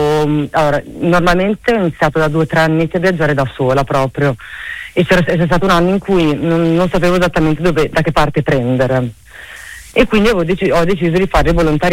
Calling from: Bologna, Emilia-Romagna, Italy; Sono da Bologna, vi chiamo da Bologna io.

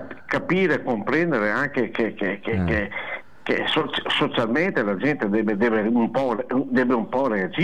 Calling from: Noale, Veneto, Italy

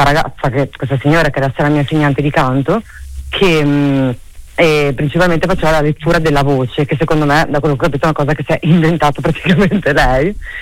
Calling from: Bologna, Emilia-Romagna, Italy; Sono da Bologna, vi chiamo da Bologna io.

